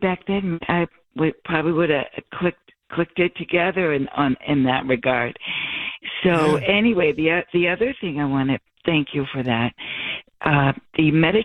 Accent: Watertown, Massachusetts, United States; also born or lived in Natick, Massachusetts; Yes, I grew up there in Watertown and Metro West. I am Natick area.

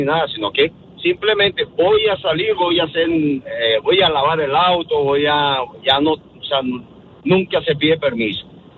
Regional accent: Venezuela; Venezuela.

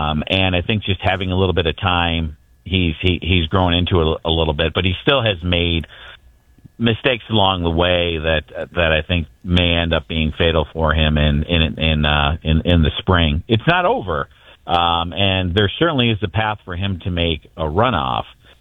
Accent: Lansing, Illinois, United States; I grew up in Lansing. I know what's happening to the south suburbs. I know what's happening to many of the minority communities because that's where I'm from.

